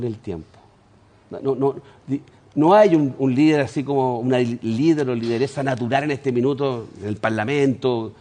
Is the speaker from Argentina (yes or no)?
no; Chile; Yo no voté por Kast, pero soy chileno.